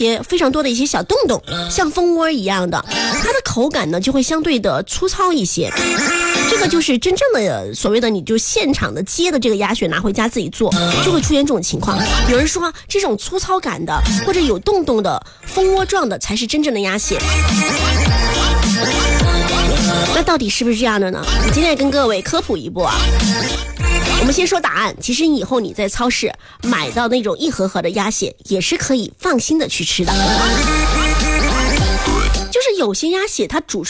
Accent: Sichuan, China; 因为作为一个四川人

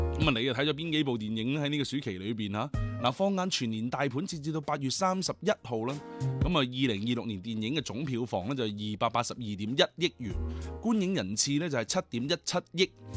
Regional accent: China; 我哋国家

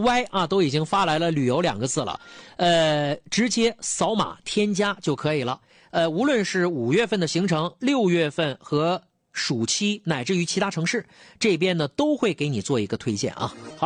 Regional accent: Heilongjiang, China; born there; now in Dalian, China; 我就是黑龙江人，

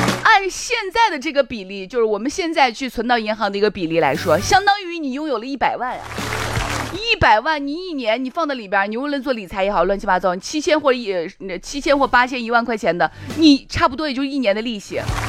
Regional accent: Shaanxi, China; 我们陕西人啊，

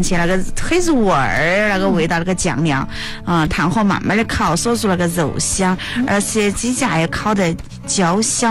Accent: Chongqing, China; 我们重庆人比较喜欢说的摆的那种哈。

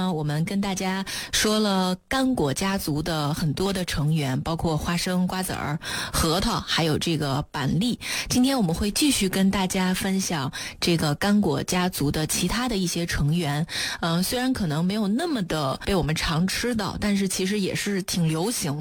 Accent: Xinjiang, China; 因为我是新疆人，所以这个从小就接触到巴旦木这种干果

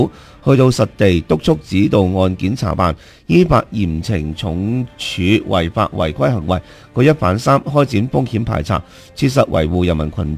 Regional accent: China; 就是我们中国人的一个传统方面明显是不啱的啦。

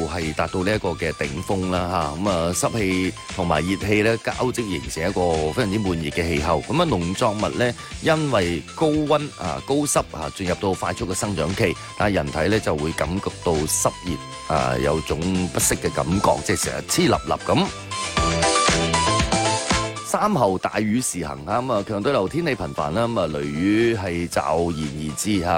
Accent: Guangdong, China; 我哋广东人咧都系叫凉粉啦

